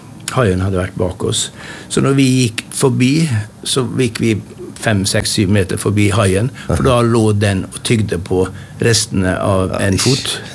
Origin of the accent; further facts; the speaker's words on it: Kristiansund, Møre og Romsdal, Norway; moved away; Så hadde jeg en liten lansering i Kristiansund i min hjemby